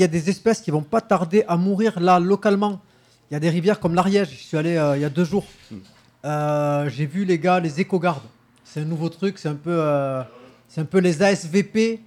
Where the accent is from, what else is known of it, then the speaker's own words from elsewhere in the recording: Algeria; now in France; C'est comme si j'étais chez moi en Algérie